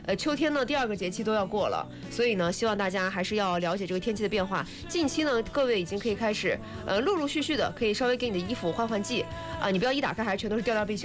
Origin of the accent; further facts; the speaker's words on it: Karamay, Xinjiang, China; 我们现在就是在克拉玛依待了这么多年啊，从小在这长大的，就是北方的孩子